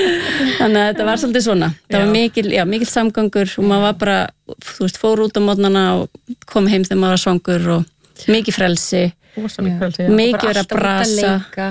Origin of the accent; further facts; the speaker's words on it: Mosfellsbær, Capital Region, Iceland; Já, við ólumst upp í Mosfellsveit af því að það var ekki fyrir 87 sem þetta varða bæ